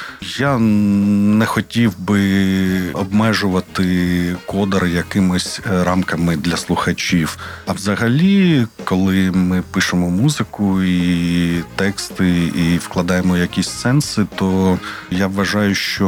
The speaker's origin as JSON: {"language": "Ukrainian", "town": "Kryvyi Rih", "region": "Dnipropetrovsk Oblast", "country": "Ukraine", "tie": "born there", "said": "я, і Олександр, мій співавтор, композитор, ми народилися в Кривому Розі"}